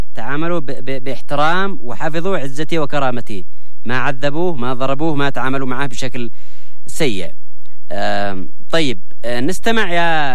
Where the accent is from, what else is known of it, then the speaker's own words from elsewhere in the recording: Yemen; احنا عندنا في اليمن